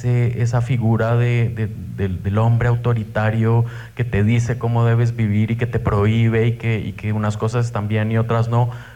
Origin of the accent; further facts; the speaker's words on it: Colombia; yo soy colombiano, en lo que acaba de pasar en mi país